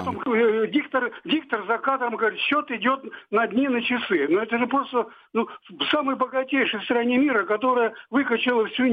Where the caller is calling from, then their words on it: Saint Petersburg, Russia; я из Ленинграда